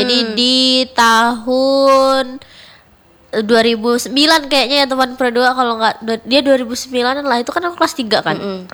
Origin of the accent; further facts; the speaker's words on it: Java, Indonesia; born there; aku dulu waktu SD yang karena di Jawa